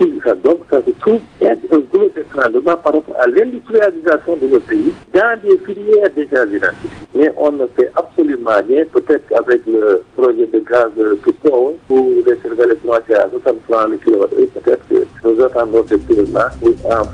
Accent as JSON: {"language": "French", "country": "Senegal", "said": "ici, dans notre pays, chez nous, dans le Boulombé"}